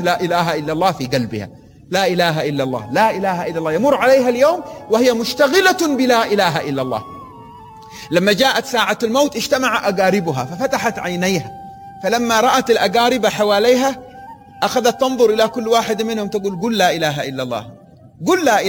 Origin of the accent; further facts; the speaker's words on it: Hadramawt, Yemen; امرأة من المزارعات لا تقرأ ولا تكتب عندنا في حضرموت